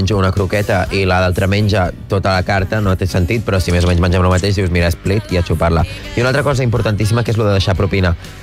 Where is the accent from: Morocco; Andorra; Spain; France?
Spain; Catalonia; moved away; jo de la Costa Brava no he viscut mai una cosa tancada. Per mi les coses estan obertes les 24 hores del dia